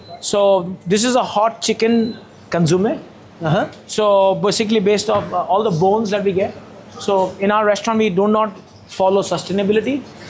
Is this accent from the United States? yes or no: no; Kolkata, West Bengal, India; moved away as an adult; also born or lived in Trivandrum / Delhi; I was born in Calcutta as a Punjabi kid, living on Bengali food and Calcutta chaat cultures.